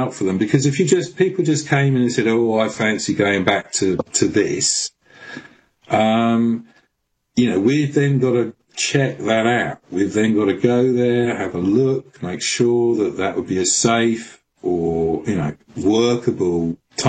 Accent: London, United Kingdom; And as a Londoner, I'm fascinated by at that point the biggest city in Europe

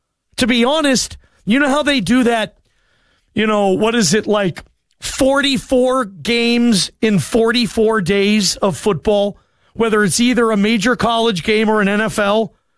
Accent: Atlanta, Georgia, United States; born there; I was born in Atlanta, by the way, man.

